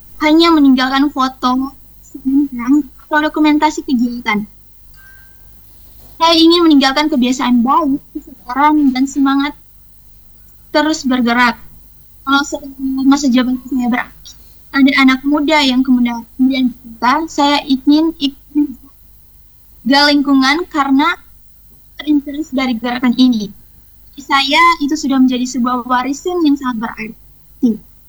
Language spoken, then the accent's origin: Indonesian; North Sulawesi, Indonesia